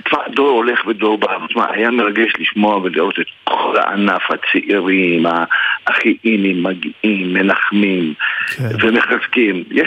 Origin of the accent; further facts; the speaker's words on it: Tel Aviv-Yafo, Tel Aviv District, Israel; אני יליד יפו, יליד שכונת אג'מי, אני למדתי ביפו